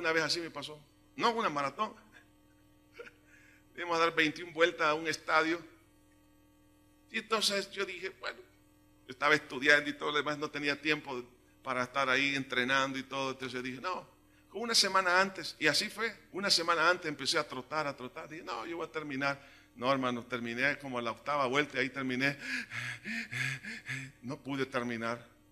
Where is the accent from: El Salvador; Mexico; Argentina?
El Salvador; No progresamos, hermanos, como salvadoreños o como, y en muchas otras culturas, porque no queremos invertir tiempo.